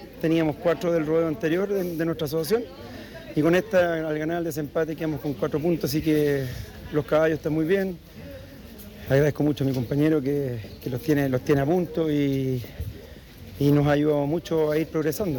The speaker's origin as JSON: {"language": "Spanish", "region": "Ñuble", "country": "Chile", "tie": "born or raised there", "said": "yo soy ñublencino, sí, eso no lo puedo desconocer, nacido y criado acá en Ñuble."}